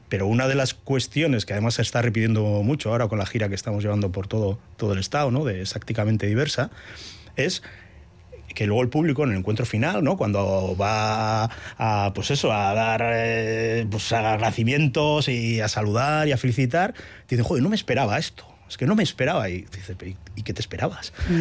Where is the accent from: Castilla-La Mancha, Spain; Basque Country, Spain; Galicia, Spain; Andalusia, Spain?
Basque Country, Spain; Pasaia; now in Irun, Spain; yo soy de Pasaya, pero llevo viviendo en Irún media vida